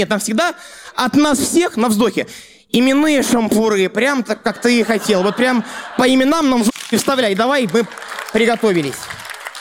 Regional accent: Armenia; Как свадьба, так мы армяне, 300 человек из ниоткуда

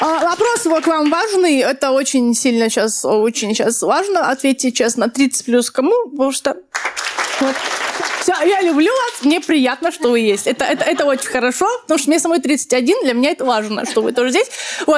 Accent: Dagestan, Russia; мне 31, я из Дагестана

